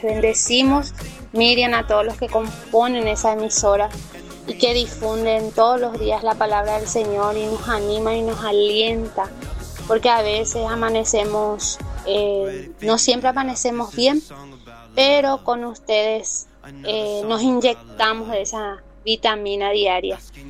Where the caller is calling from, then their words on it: Capiatá, Central, Paraguay; de Capiatá.